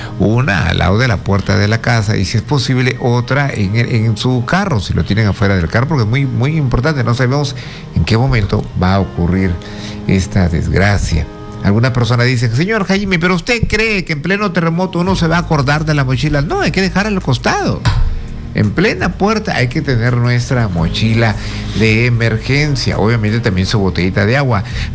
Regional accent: Paita, Piura, Peru; saludos en Paita, mi tierra.

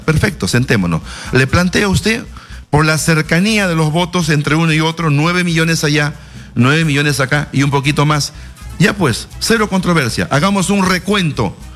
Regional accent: Peru

